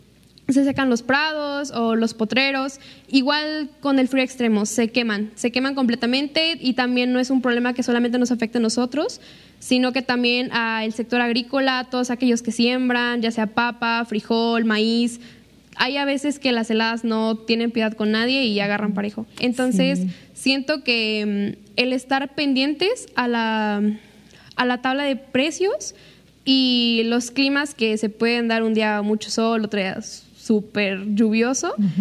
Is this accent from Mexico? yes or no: yes; Las Vigas de Ramírez, Veracruz, Mexico; siempre que me preguntan de dónde eres, siempre digo que Las Vigas orgullosamente.